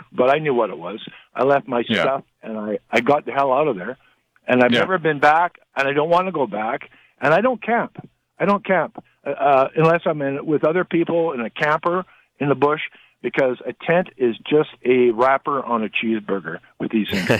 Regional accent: Vancouver Island, British Columbia, Canada; now in Alberta, Canada; But I'm 71, so I had a run in. I'm from Vancouver Island originally

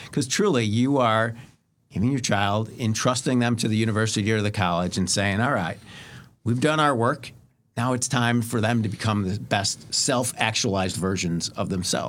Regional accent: Wauwatosa, Wisconsin, United States; I remember I grew up in Wauwatosa and I went to Marquette, and this was 30 years ago.

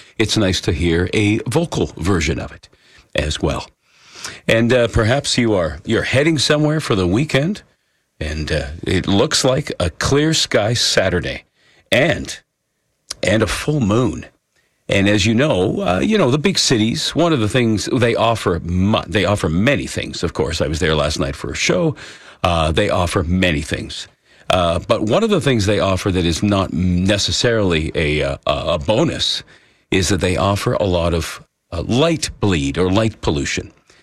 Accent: Hamilton, Ontario, Canada; I grew up just outside of Hamilton

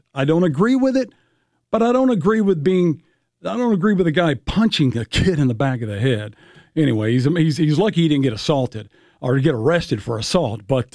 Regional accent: United States; As an American

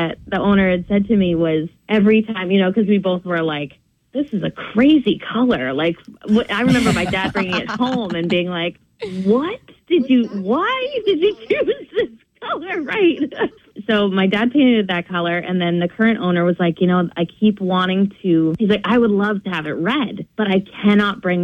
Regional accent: Dover, New Hampshire, United States; Yep, I'm originally from Dover.

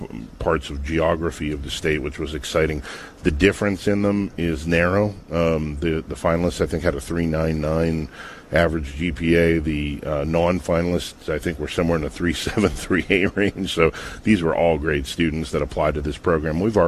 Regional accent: Weirton, West Virginia, United States; I'm from Weirton, West Virginia, and didn't have a lot of friends that had looked at West Virginia Wesleyan

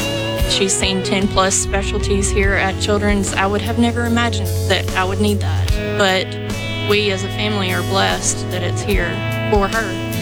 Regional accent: Pearl, Mississippi, United States; We've been very blessed to have Children's basically in our backyard because we are from Pearl.

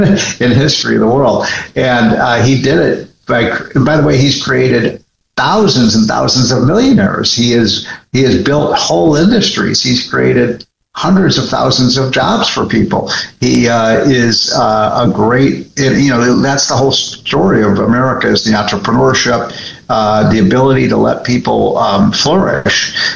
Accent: Chicago, Illinois, United States; I'm from Chicago. It's a tragedy they elected a socialist mayor.

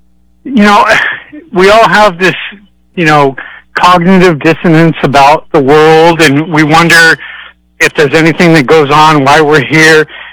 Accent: Sedona, Arizona, United States; I grew up in Sedona, Arizona, but I've never experienced anything in my life.

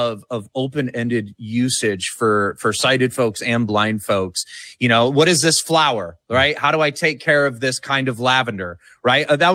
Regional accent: Michigan, United States; But, you know, I grew up in West Michigan. That's where I'm originally from, and pretty normal childhood

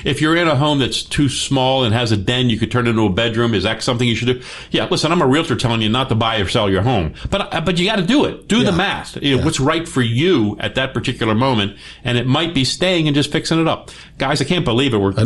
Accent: Baltimore, Maryland, United States; now in Las Vegas, United States; my hometown of Baltimore.

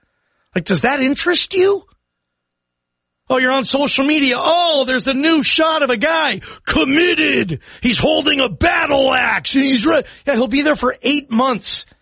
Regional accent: Seattle, Washington, United States; Growing up in Seattle, thank you, Vinny.

